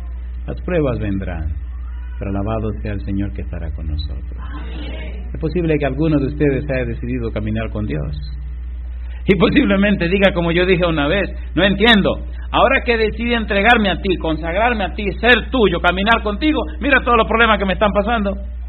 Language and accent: Spanish; Dominican Republic; en un lugar en mi país, en el ensanche Quisqueya